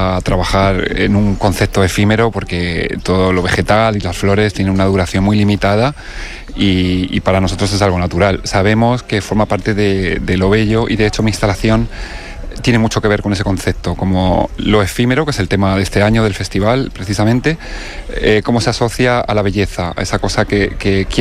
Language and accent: Spanish; Castilla-La Mancha, Spain; Yo soy manchego, siempre, bueno, pues de pequeño he vivido en una casa con patio